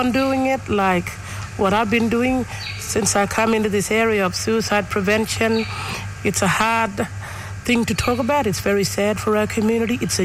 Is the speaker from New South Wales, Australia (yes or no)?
no; Tennant Creek, Northern Territory, Australia; I'm from Tennant Creek.